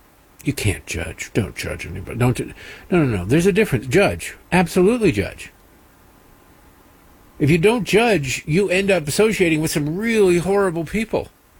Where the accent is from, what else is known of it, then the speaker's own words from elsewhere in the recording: Detroit, Michigan, United States; Look, I'm from Detroit. We're not exactly a storied history.